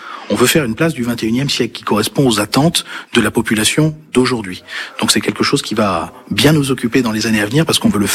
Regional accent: Éguzon-Chantôme, Centre-Val de Loire, France; Aiguison, pour moi, c'est tout. C'est là où j'ai grandi, c'est ma commune d'enfance, d'adolescence.

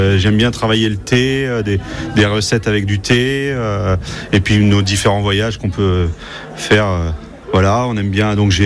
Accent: Normandy, France; Mon parcours, moi, au départ, je viens de Normandie, donc j'aime bien travailler le poisson

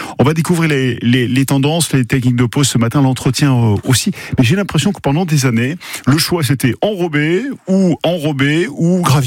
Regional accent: Nouvelle-Aquitaine, France; On a beaucoup d'argile ici chez nous au Pays Basque.

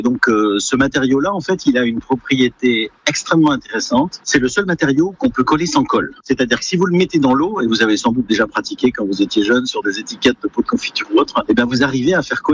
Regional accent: Brittany, France; now in Landes, France; mais c'est aussi une part de l'histoire de ma région d'origine, en Bretagne.

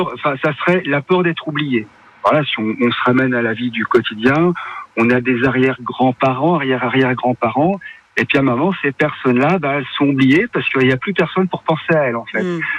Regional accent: Aix-les-Bains, Auvergne-Rhône-Alpes, France; je suis aixois, je suis né à Aix-les-Bains

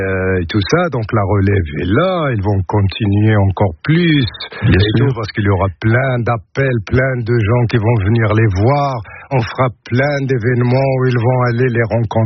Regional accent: Benslimane, Casablanca-Settat, Morocco; moved away as an adult; now in Nord-Pas-de-Calais, France; je venais de loin, je venais du Maroc. De Ben Slimane, la région de Casablanca.

